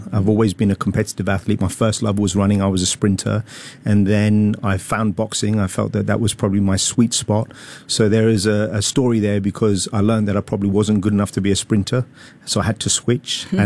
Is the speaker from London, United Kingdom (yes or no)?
yes; London, United Kingdom; moved away as an adult; now in Singapore; It wasn't Australia. It was actually from London. I think London, people mistake my accent.